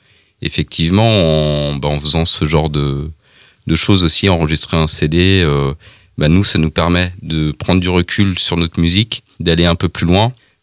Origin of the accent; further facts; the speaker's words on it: Brittany, France; moi, je suis d'origine du Pays de Redon, même si en ce moment, je vis dans le Trégor